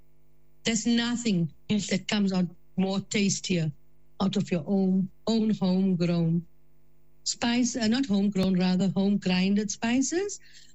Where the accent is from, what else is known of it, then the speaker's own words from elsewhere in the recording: South Africa; born there; I was born in South Africa, my mom and them were brought in when they were very much young.